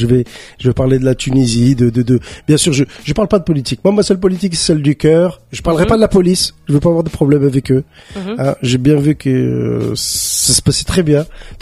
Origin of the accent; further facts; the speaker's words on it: France; also born or lived in Morocco; Je suis à la fois marocain et français. Je vis en France.